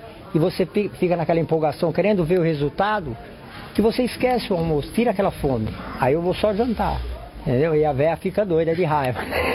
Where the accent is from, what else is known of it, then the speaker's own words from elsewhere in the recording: São Paulo, Brazil; moved away; eu participei quando era criança, na Moca, lá onde eu cresci.